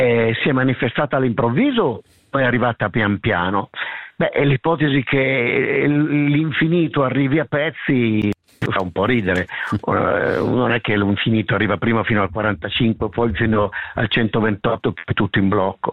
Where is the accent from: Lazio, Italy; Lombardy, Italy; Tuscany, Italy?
Lombardy, Italy; accent: Lombard dialect; nel mio dialetto, che è un dialetto lombardo